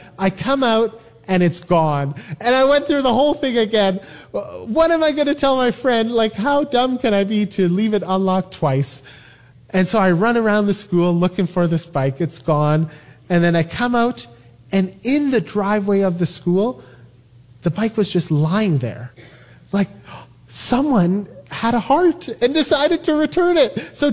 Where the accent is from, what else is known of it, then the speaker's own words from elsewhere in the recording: Toronto, Ontario, Canada; It was grade 12, and I grew up in Toronto, in a neighborhood that I would say is not the safest.